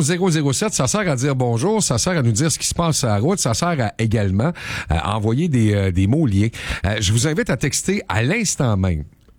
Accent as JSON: {"language": "French", "region": "Quebec", "country": "Canada", "said": "Ou rester chez nous en Outaouais, on a une maudite belle région pour ça."}